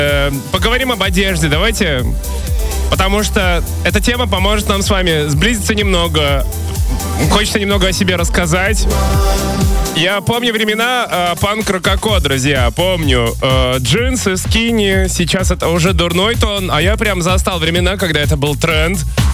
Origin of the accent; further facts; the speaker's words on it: Ventspils, Latvia; я из Венсполса